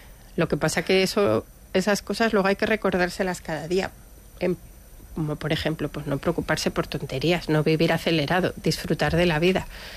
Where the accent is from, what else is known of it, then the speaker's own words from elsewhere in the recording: Madrid, Community of Madrid, Spain; moved away as an adult; now in San Sebastián, Spain; yo soy madrileña, pero ahora ya donostiarra.